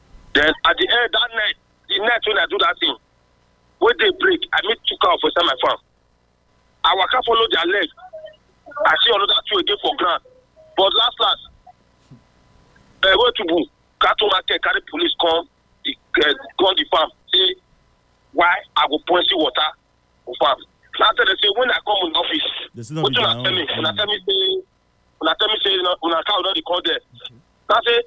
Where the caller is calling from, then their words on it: Use, Edo, Nigeria; I'm calling from Okungbowa.